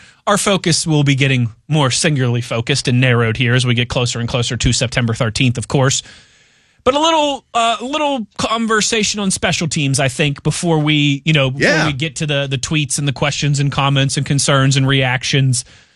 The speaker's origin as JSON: {"language": "English", "country": "France", "said": "I'm French. Can't you tell from my outrageous accent?"}